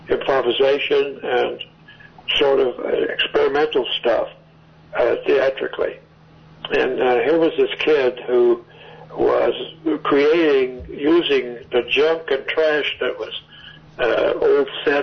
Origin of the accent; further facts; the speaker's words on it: Fort Smith, Arkansas, United States; I am from Arkansas, and Mark was from Deep South of Mississippi, Greenwood, and I was from Fort Smith, Arkansas, and Arkansas is also very, very southern